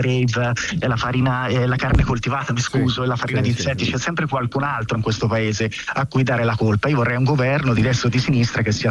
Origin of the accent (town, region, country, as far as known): Prato, Tuscany, Italy; now in Rome, Italy